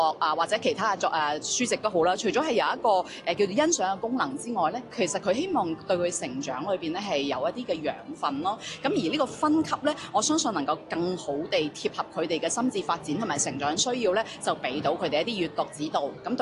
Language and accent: Cantonese; Macau; also born or lived in Guangzhou; 我喺澳門長大，但其實我係廣州出世嘅。